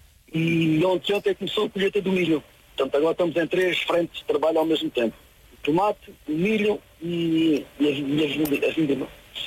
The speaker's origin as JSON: {"language": "Portuguese", "town": "Estremoz", "region": "Évora", "country": "Portugal", "tie": "born there", "said": "Estremoz mesmo, Santa Maria."}